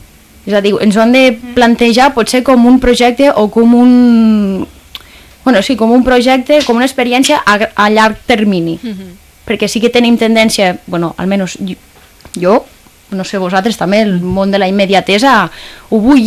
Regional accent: Catalonia, Spain; parlo per la Noguera, no?, que és la comarca que porto jo, bueno, i d'on soc

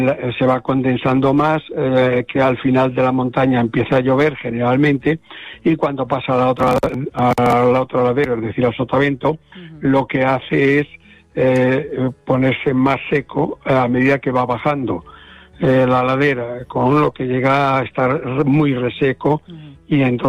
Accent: Galicia, Spain; Como buen gallego voy allí.

